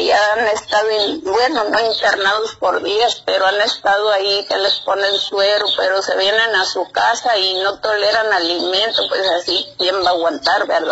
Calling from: Mexico; del Ejido Independencia.

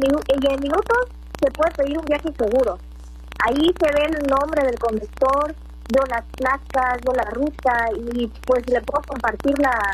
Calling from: Acapulco, Guerrero, Mexico; Yo soy de Acapulco.

